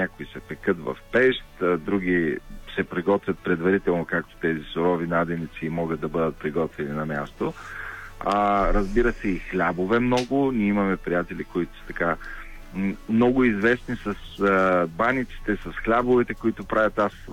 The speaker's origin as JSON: {"language": "Bulgarian", "town": "Burgas", "region": "Burgas Province", "country": "Bulgaria", "tie": "born or raised there", "moved": "yes", "lives_now": "Sofia, Bulgaria", "said": "Аз съм родом от Бургас, въпреки че вече повече от 30 години живея в София."}